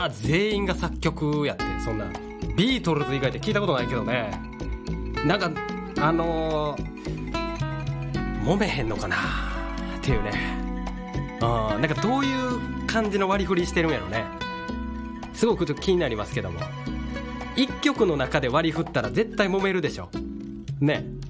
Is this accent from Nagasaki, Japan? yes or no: no; Kishiwada, Osaka, Japan; 僕の出身ね大阪岸和田市